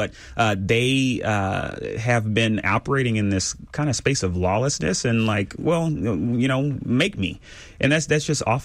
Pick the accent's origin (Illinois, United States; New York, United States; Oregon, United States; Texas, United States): Texas, United States; I grew up in Fort Bend. It raised me. It's where I met my wife when I was 12 years old, growing up in Fort Bend County.